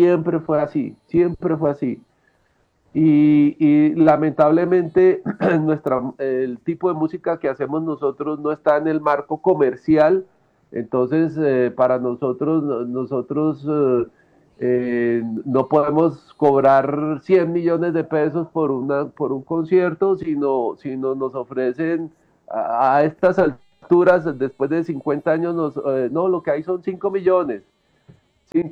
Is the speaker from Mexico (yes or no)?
no; Colombia; Nosotros somos seres colombianos